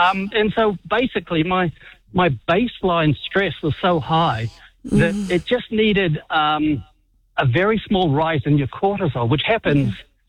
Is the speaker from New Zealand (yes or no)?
yes; Auckland, New Zealand; now in Napier, New Zealand; I'm originally from Auckland, but I'm living in Napier, and all of my closest friends are in Auckland.